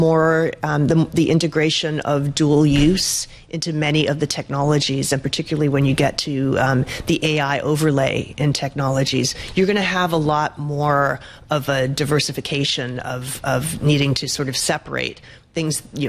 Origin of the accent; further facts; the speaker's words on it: New England, United States; I mean, I come from New England.